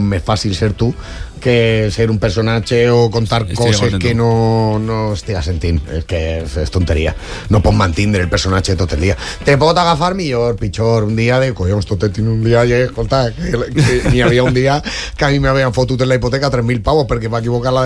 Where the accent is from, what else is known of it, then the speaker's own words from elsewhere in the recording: Valencia, Valencian Community, Spain; I sí, soc de Torrefiel. Soc més de barriques columpios. Entonces, clar, la manera de ver la vida d'un xic de Torrefiel.